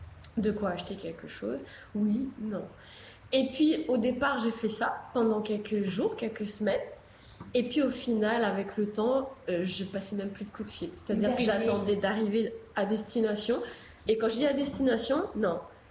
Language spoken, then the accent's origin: French; Réunion; en tant que réunionnais